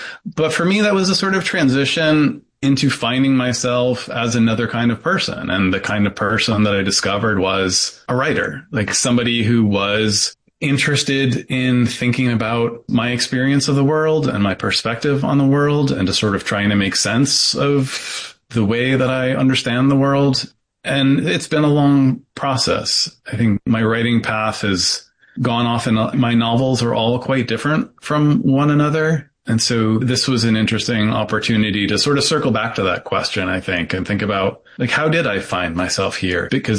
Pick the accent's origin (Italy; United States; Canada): United States; New York; I tell them I'm from New York, they get this look in their eyes like they know what that means. And I have to say, no, I'm not from that New York.